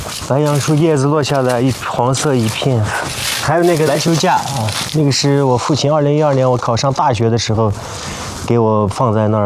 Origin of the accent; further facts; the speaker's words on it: Xinjiang, China; 我少数民族，我来自中国西部，然后他们说是新疆，我说是啊。